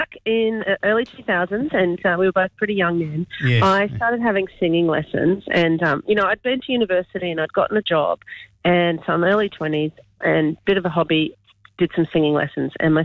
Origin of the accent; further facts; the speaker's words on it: Mascot, New South Wales, Australia; I grew up in Mascot, right under the flight path, and followed a path to Tamworth back in 2004